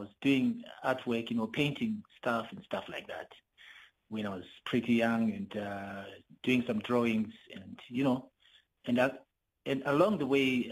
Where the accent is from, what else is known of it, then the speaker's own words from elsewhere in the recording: Bulawayo, Zimbabwe; And I grew up in Zimbabwe. I was born here in the southern part of Africa.